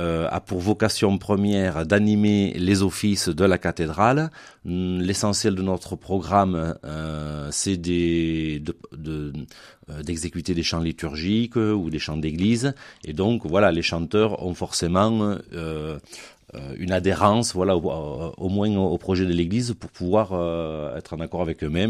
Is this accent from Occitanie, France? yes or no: yes; Saint-Chély-d'Apcher, Occitanie, France; Oui, je suis de Saint-Chély-d'Apcher et dans une famille où le football ou les sports en pleine nature nous étaient plutôt étrangers.